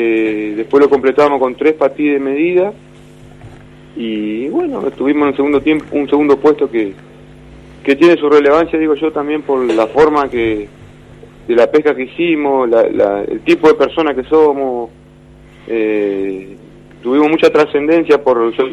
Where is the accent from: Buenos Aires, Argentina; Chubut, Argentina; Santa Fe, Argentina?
Santa Fe, Argentina; now in San Javier, Argentina; me crié en Santa Fe